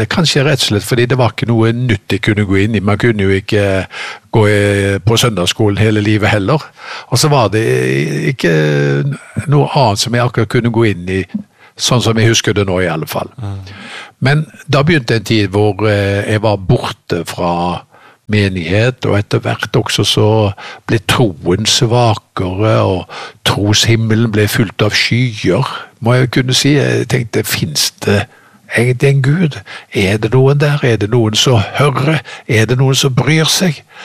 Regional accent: Haugesund, Rogaland, Norway; jeg kommer jo da fra Haugesund opprinnelig, selv om dialekten er litt avslept med årene, for jeg har bodd mange steder, så er det Haugesund som er fødebyen.

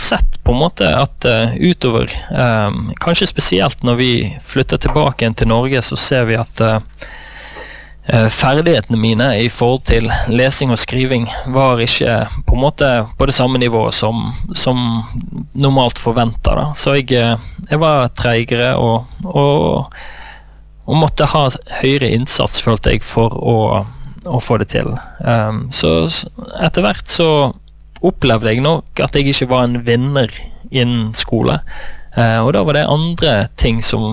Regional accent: Indonesia; born or raised there; also born or lived in Oslo, Norway / Singapore

